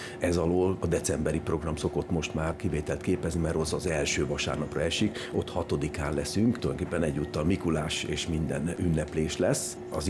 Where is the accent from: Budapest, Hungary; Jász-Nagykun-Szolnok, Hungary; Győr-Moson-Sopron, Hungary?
Budapest, Hungary; én magam is a 17. kerületben nőttem fel, és ott élek a mai napig